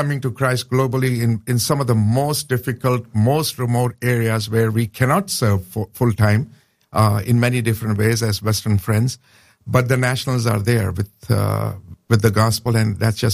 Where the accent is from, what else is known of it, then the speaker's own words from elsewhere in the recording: Pakistan; Sure. Born and raised in Pakistan. My dad was a former Muslim, studied there, served there, studied in South Korea, and then the U.S.